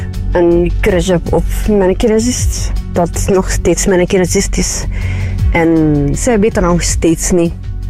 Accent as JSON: {"language": "Dutch", "town": "Dendermonde", "region": "East Flanders", "country": "Belgium", "said": "Hey, ik ben iemand uit Dendermonde"}